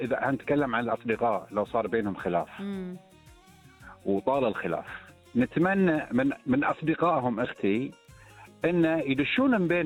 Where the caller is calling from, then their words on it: Bahrain; انا بحريني